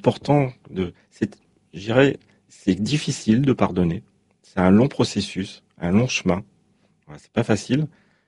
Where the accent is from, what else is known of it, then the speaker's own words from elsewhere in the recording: Brittany, France; Hein, je suis breton.